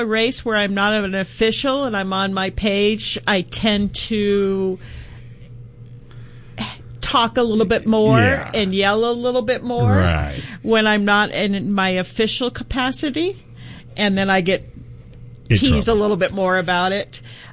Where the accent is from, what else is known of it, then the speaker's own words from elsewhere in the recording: Garden Grove, California, United States; I've never lived in San Diego. I grew up in Garden Grove and moved to Victorville.